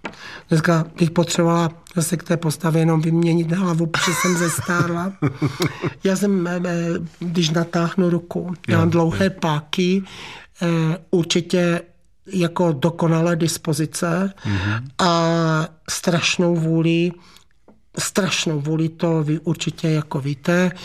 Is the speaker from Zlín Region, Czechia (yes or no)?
yes; Uherský Ostroh, Zlín Region, Czechia; also born or lived in Víceměřice; tam já jsem vyrůstala, bylo to velmi romantické